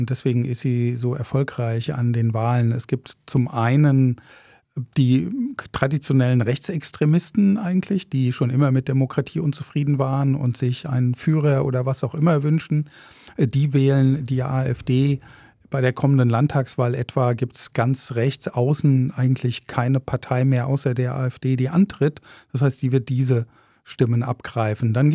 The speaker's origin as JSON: {"language": "German", "town": "Mainz", "region": "Rhineland-Palatinate", "country": "Germany", "moved": "yes", "lives_now": "Rostock, Germany", "said": "ich komme ursprünglich aus Mainz"}